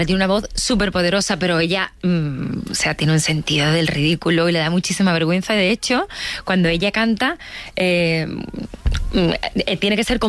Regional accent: Coria, Extremadura, Spain; en un concierto que yo hice hace como 3 años en mi pueblo, en Coria, yo no había cantado, a excepción de en las ferias de pequeña, ¿no?

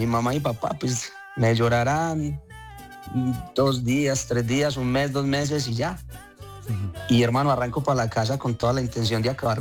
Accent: San Carlos, Colombia; mi mamá me manda a presentarme un festival de la canción allá en San Carlos, en mi tierra natal, y voy y me presento y me lo gano.

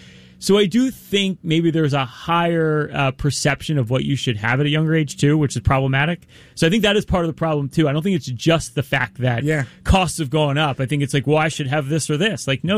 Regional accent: Philadelphia, Pennsylvania, United States; Because I'm from Philadelphia.

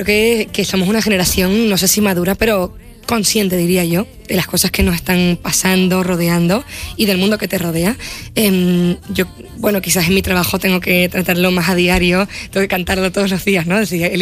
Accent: Los Llanos de Aridane, Canary Islands, Spain; born or raised there

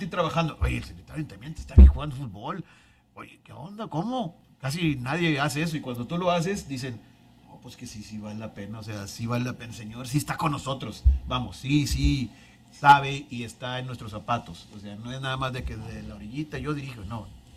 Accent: Guadalupe, Nuevo León, Mexico; yo soy de Guadalupe, yo vivo en Guadalupe

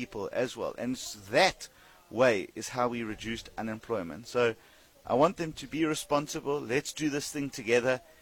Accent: England, United Kingdom; I'm English.

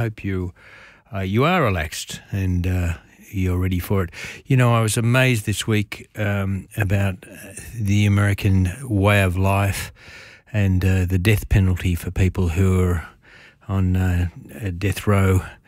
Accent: Australia; I'm so glad I'm an Australian and I live in Australia.

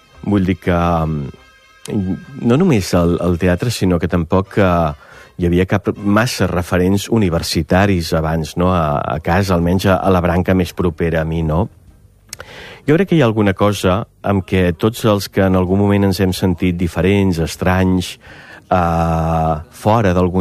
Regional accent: Catalonia, Spain; now in Barcelona, Spain; a Vic, a 30 quilòmetres del meu poble

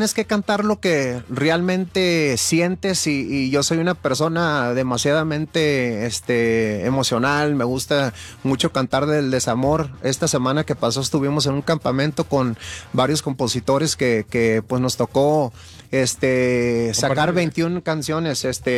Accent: Los Angeles, California, United States; born there; Nacido en el sur centro de Los Ángeles, raíces de Nayarit y Zacatecas.

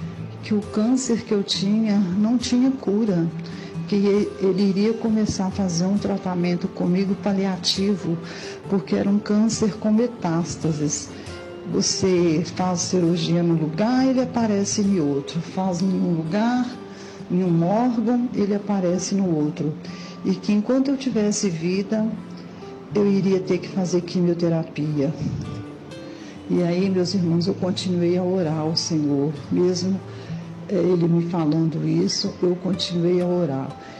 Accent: Belo Horizonte, Minas Gerais, Brazil; Eu sou de Belo Horizonte.

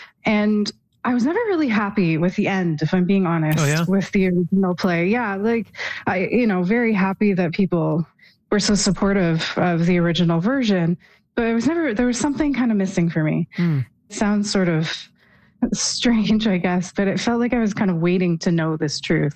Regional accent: Ontario, Canada; So I should say I'm from Huron County, which is the region that Alice Munro grew up in.

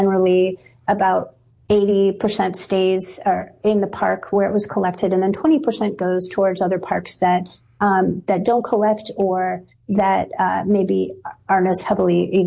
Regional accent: United States; I'm from the West, but I grew up around here.

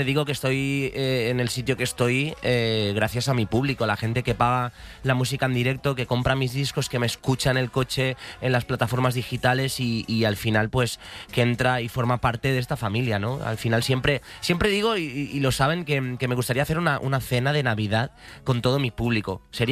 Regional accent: Catalonia, Spain; Ah, bueno, pues que soy catalán, recuérdalo.

